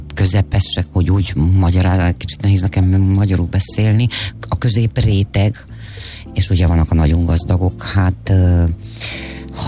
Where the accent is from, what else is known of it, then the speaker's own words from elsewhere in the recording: Târgu Mureș, Mureș County, Romania; otthon Marosvásárhelyen